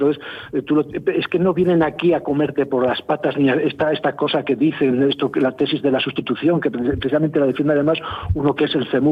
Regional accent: Asturias, Spain; yo soy asturiana

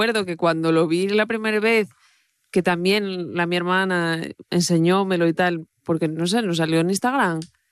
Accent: Caudal valley, Asturias, Spain; Marina ye del Nalón y yo del caudal.

